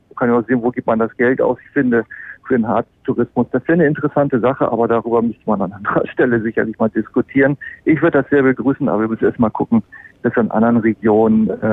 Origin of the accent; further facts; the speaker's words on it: Northern Germany, Germany; Ich bin Norddeutscher